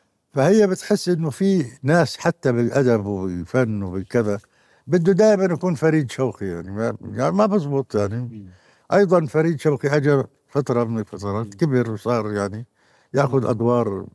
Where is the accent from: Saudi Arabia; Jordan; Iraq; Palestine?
Palestine; فإحنا اثنين يعني عرفوا إنه إحنا فلسطينيين.